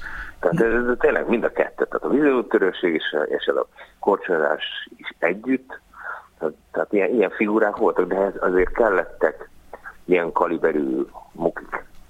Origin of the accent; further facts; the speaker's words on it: Dunavarsány, Pest, Hungary; born there; én Dunavarsányban születtem, és ott is volt egy vízútörő raj